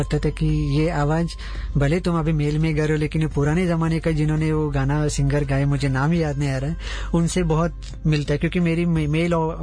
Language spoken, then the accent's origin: Hindi; Mumbai, Maharashtra, India; हम मुंबई से बिलोंग करते